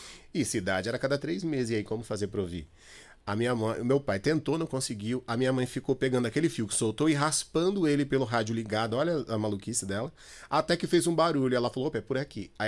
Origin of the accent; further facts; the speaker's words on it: Mato Grosso do Sul, Brazil; eu, que sou do Mato Grosso do Sul, finalzinho, são dois estados, Mato Grosso lá em cima e Mato Grosso do Sul embaixo